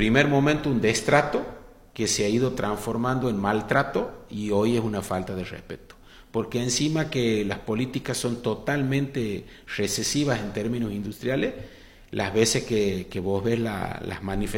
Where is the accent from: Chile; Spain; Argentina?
Argentina